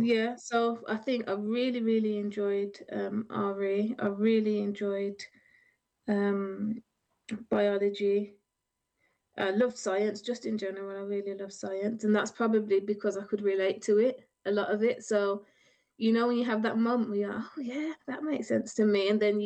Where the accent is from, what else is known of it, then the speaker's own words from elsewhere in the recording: Birmingham, West Midlands, United Kingdom; born there; moved away as an adult; that's when I moved away from Birmingham.